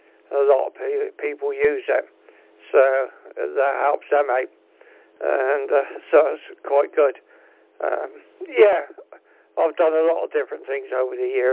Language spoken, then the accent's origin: English; Southampton, South East England, United Kingdom; moved away as an adult; I was brought up in Southampton.